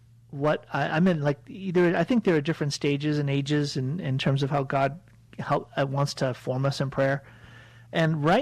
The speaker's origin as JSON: {"language": "English", "town": "Boston", "region": "Massachusetts", "country": "United States", "said": "I'm from Boston, and we"}